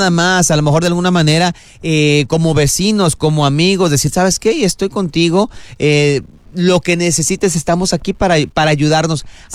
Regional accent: Mexico; now in Los Angeles, United States; aunque somos mexicanos, crecimos también de alguna manera muy cerca a la comunidad salvadoreña, sobre todo aquí en Estados Unidos, en Los Ángeles, ni se diga, en el Valle de San Fernando.

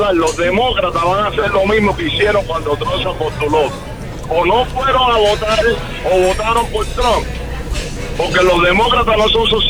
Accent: Cuba; moved away; No, yo vine de Cuba huyendo a la comunidad.

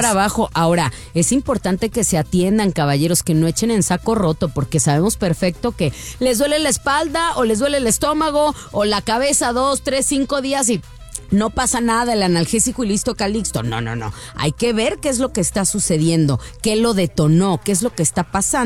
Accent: Mexico; con la educación que traemos como mexicanos, cállate.

